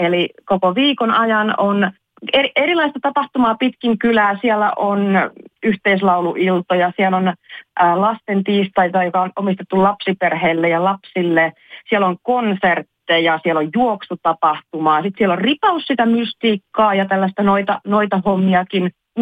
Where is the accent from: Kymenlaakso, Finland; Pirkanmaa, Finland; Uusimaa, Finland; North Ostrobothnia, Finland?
Pirkanmaa, Finland; Ruovesi; meillä Ruovedellä on sitten noitakäräjät.